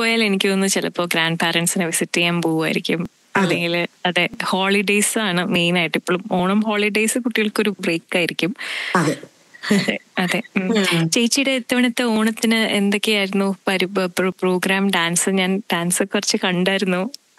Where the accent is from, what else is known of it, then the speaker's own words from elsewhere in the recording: Thiruvananthapuram, Kerala, India; ഞാൻ ട്രിവാൻഡ്രത്തിൽ നിന്നാണ്, അപ്പൊ അവിടെ അങ്ങനെയൊക്കെയാണ്.